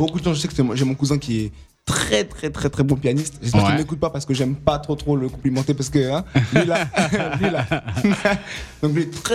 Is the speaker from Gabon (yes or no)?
no; Martinique; Bon, je suis martiniquais, mais j'écoutais pas que musique martinique.